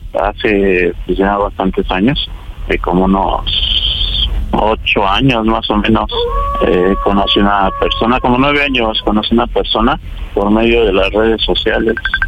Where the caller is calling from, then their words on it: Nezahualcóyotl, State of Mexico, Mexico; Tengo 38 años y soy de Ciudad Nezahualcóyotl.